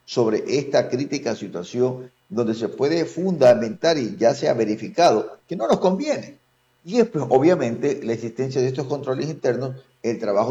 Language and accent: Spanish; Ecuador; como ecuatorianos, porque tenemos una moneda, el dólar.